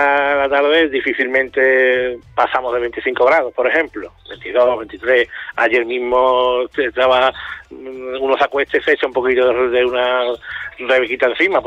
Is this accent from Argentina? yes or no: no; San Fernando, Andalusia, Spain; moved away; Yo soy de San Fernando, de Cádiz, entonces el punto marítimo, el guiño a Cádiz siempre lo traigo